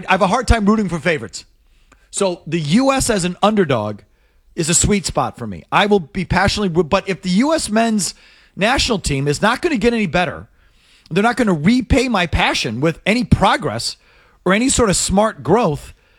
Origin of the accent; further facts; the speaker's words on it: Wisconsin, United States; born there; the teams I grew up with in Wisconsin